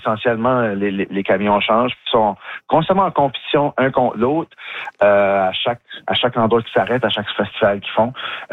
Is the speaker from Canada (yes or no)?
yes; Tracadie, New Brunswick, Canada; chez nous à Tracadie.